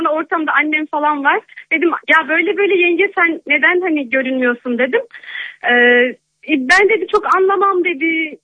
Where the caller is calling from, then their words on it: Konya, Turkey; Konya'dan arıyorum.